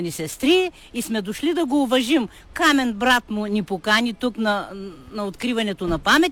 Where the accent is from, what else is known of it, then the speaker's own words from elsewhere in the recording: Zagrazhden, Smolyan Province, Bulgaria; От село Заграждено, община Баните.